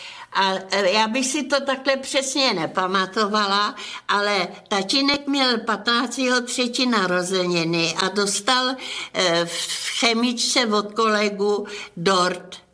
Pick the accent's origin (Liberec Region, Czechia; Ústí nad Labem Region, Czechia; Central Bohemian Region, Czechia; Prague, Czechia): Ústí nad Labem Region, Czechia; born there